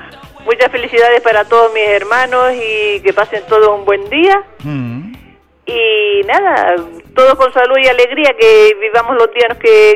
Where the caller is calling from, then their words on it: Canary Islands, Spain; Yo soy del Madroñal, sí, pero estoy aquí con mi madre en San Mateo ahora.